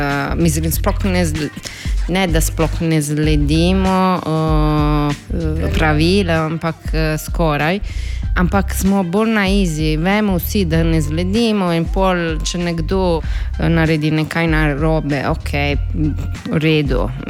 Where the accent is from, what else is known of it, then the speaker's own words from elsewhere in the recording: Italy; Slovenian is a second language; moved away as an adult; now in Ljubljana, Slovenia; da nisem iz Primorske in da sem iz Italije.